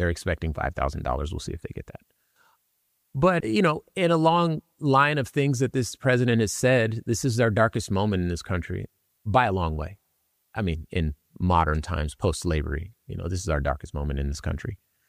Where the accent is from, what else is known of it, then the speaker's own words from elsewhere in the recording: Los Angeles, California, United States; You know, I'm from Los Angeles, famously.